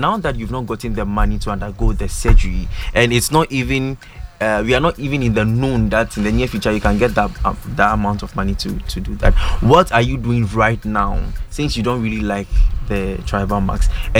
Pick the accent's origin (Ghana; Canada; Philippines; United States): Ghana; When you see me, you know I'm a Ghanaian.